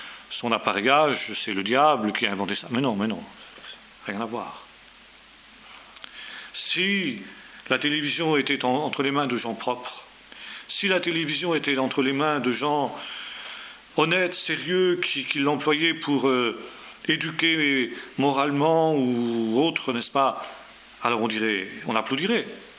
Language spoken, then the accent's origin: French; France; nous en France, nous on boit du vin